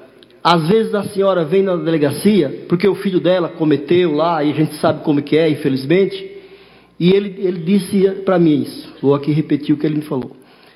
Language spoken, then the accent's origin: Portuguese; Northeast Region, Brazil; now in São Paulo, Brazil; Especialmente as pessoas que são da região lá de onde eu sou, de onde eu vim também, muitos nordestinos que veio da... Você não veio do Nordeste, mas eu vim da roça, trabalhava de enxada. E vim para São Paulo